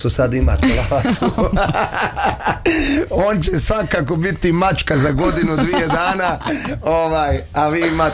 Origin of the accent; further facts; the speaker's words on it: Denmark; imao sam puno prijateljica makedonki, puno prijatelja makedonaca sa kojima sam odrastao u Dansku i tako dalje.